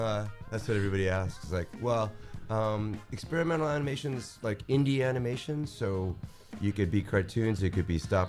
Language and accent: English; Hawaii, United States; moved away; also born or lived in Philadelphia; Well, so I grew up on Maui and Oahu. And I lived in Philadelphia for about 18 years. And I moved back here about 5 years ago.